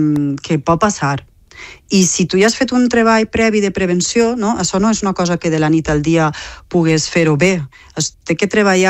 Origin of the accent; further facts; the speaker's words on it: Tavernes de la Valldigna, Valencian Community, Spain; I nosaltres, la Comunitat Valenciana